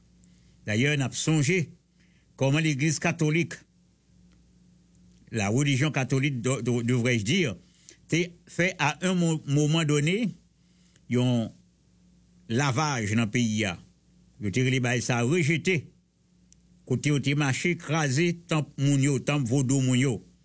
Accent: Haiti; Chez nous, en Haïti

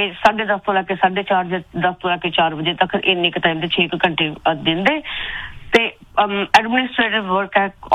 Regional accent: Punjab, India; ਮੈਂ ਪੰਜਾਬ ਤੋਂ ਜੀ।

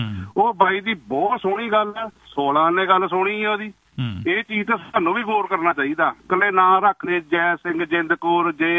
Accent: Punjab, India; ਅਸੀਂ ਸਿੱਖ ਸਿੱਖ ਫੈਮਿਲੀ ਨੂੰ ਸਾਡਾ ਕਲਚਰ ਅਸੀਂ ਪੰਜਾਬ ਤੋਂ ਆ, ਸਾਡੇ 10 ਗੁਰੂ ਮਹਾਰਾਜ ਹੋਏ ਆ।

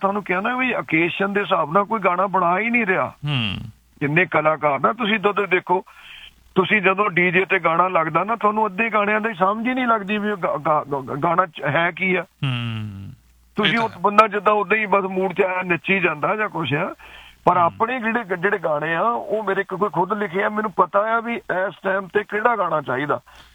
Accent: Hussainpur, Punjab, India; now in England, United Kingdom; ਅਸੀਂ ਨਕੋਦਰ ਦੇ ਨਾਲ, ਸਾਡਾ ਪਿੰਡ ਆ ਜੀ ਹੁਸੈਨਪੁਰ

